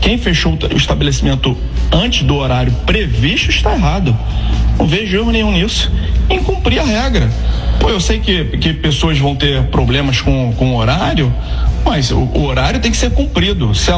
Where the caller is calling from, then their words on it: Campo Grande, Brazil; sou de Campo Grande.